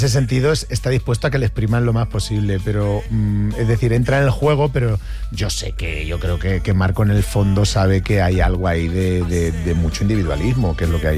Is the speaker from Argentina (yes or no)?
no; Getafe, Community of Madrid, Spain; Yo vengo de Getafe.